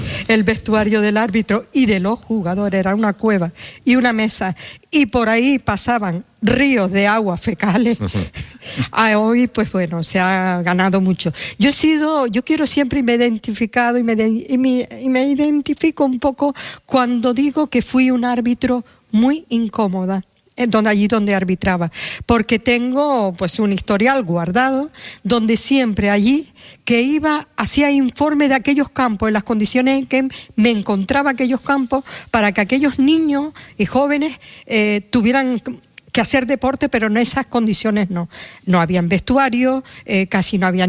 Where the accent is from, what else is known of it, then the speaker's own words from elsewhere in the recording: Telde, Canary Islands, Spain; Y en la ciudad de Telde, de donde yo soy